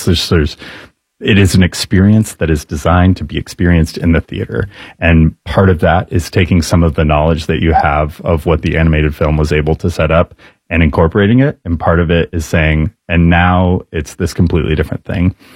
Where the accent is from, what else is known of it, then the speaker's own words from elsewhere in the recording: Texas, United States; also born or lived in Cleveland; now in New York City, United States; I'm from Texas originally. So grew up in Texas, but went to grad school in Cleveland.